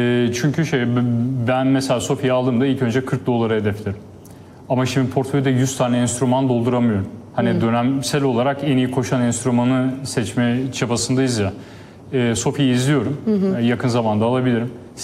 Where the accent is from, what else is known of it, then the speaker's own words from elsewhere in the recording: Aegean / Mediterranean, Turkey; Ben Ege Akdeniz insanıyım.